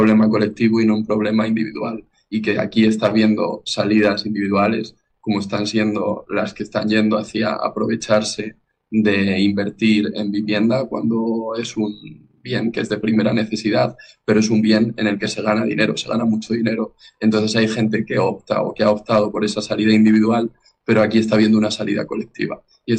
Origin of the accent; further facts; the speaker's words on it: Ávila, Castile and León, Spain; yo tenía 14 años con el 15M, entonces, y además soy de Ávila, soy de una ciudad que está cerca de Madrid, pero en Castilla y León, en otro sitio.